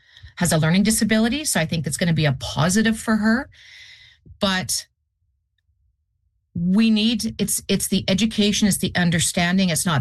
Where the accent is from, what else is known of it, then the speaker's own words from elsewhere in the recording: Canada; as a Canadian